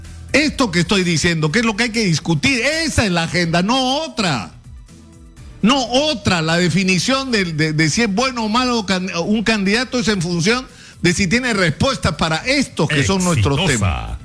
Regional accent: Peru

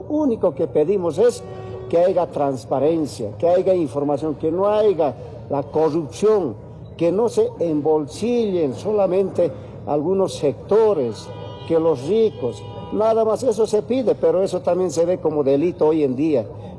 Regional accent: Bolivia; Nosotros como bolivianos, como campesinos, somos respetuosos

